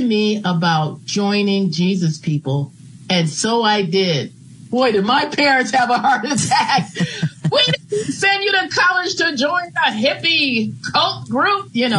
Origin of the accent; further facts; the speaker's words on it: Maple Park, Illinois, United States; This is the girlfriend I had growing up in Maple Park.